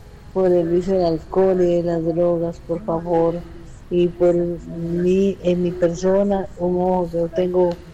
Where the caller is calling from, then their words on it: Golfito, Puntarenas, Costa Rica; Kilómetro 5 de Golfito